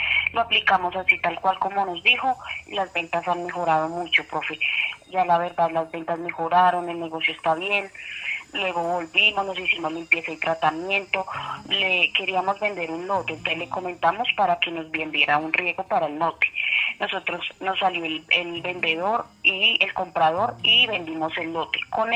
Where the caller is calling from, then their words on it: Medellín, Antioquia, Colombia; Desde Medellín, en el barrio Robledo